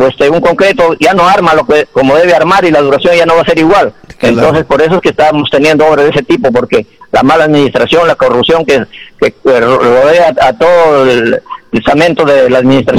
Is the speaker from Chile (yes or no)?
no; Peru